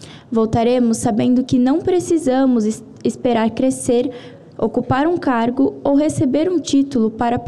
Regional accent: Ceará, Brazil; Eu vim de Ceará, em Santa Catarina, trazendo comigo não apenas o meu estado

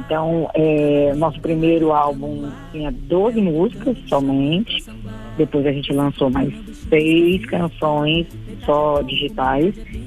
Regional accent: Brasília, Federal District, Brazil; born there; Eu sou nascida em Brasília, sou assim, primeira geração, filha de candangos. Meu pai e minha mãe se conheceram em Brasília

